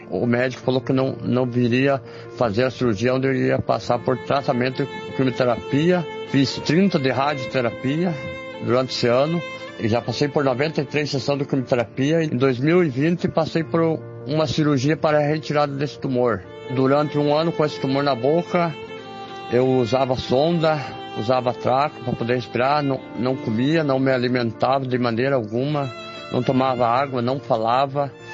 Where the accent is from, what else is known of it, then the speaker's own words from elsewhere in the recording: Timbó Grande, Santa Catarina, Brazil; Sou da cidade de Timbó Grande, Santa Catarina.